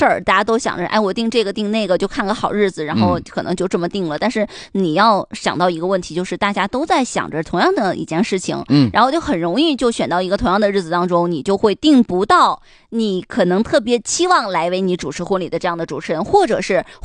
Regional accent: Harbin, Heilongjiang, China; 我们的家乡哈尔滨

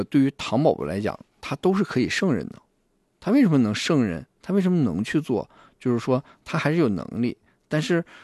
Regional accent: Northeast China, China; 这个我们东北人说是撩着别人，你也不要去撩着别人。

